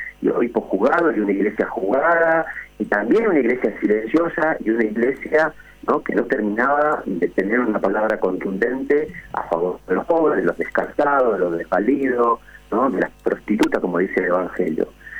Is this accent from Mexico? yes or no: no; Argentina; yo se lo dije la última vez, vengo de la tierra de Francisco, ¿no?, que no es un dato menor.